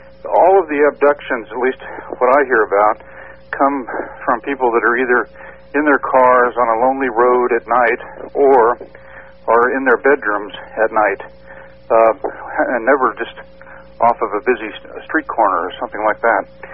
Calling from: Oregon, United States

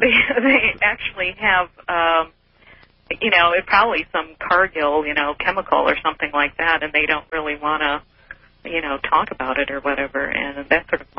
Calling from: Camano Island, Washington, United States; from Camano Island, Washington.

